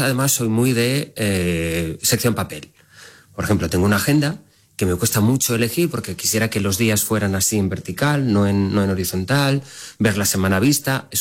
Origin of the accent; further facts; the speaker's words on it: Valencia, Valencian Community, Spain; Perdón, es que soy de Valencia.